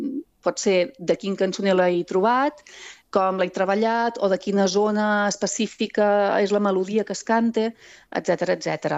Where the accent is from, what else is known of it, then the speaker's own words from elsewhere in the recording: L'Espluga de Francolí, Catalonia, Spain; a la Catalunya Nova, d'on sóc jo, l'Espluga de Francolí, la banda també del Baix Camp i el Montsant